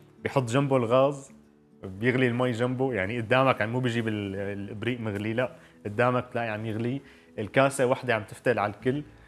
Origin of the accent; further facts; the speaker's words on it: Syria; نحن شوام بالشام ما كتير بيشربوا متة.